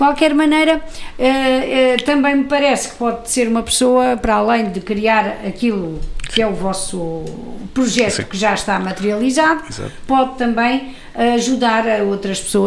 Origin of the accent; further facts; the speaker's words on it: Alentejo, Portugal; moved away; eu sou do Alentejo